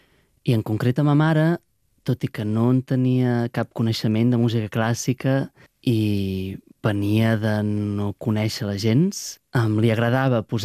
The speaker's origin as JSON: {"language": "Catalan", "town": "Reus", "region": "Catalonia", "country": "Spain", "said": "perquè jo sóc de Reus"}